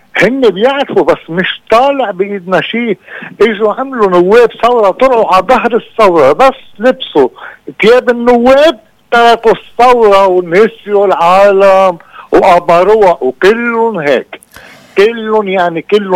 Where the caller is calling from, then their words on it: Beirut, Beirut Governorate, Lebanon; أنا من الأشرفية